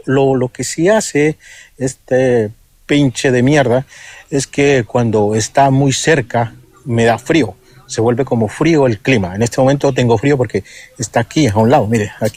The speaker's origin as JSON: {"language": "Spanish", "country": "Colombia", "said": "como decimos, como el colombiano"}